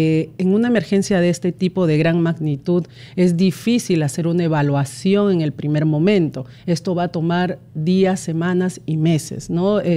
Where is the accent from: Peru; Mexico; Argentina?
Peru